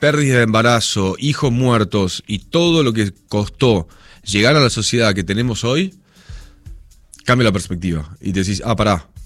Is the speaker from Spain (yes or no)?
no; Argentina; nosotros como argentinos